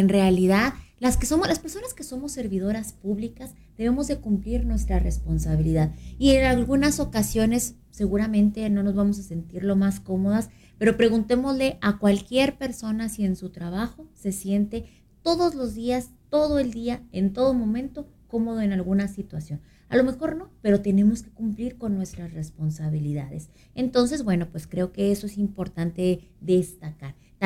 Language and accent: Spanish; Ciudad Juárez, Chihuahua, Mexico; al final de cuentas todos nos podemos decir, somos chihuahuenses, pero nada más nosotros nos decimos Juaritos a nosotros mismos.